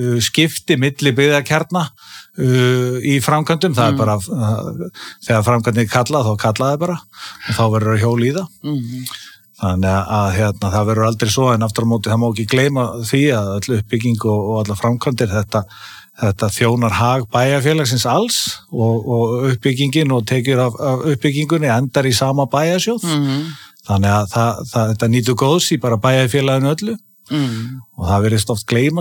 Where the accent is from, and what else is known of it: Sandgerði, Southern Peninsula, Iceland; born or raised there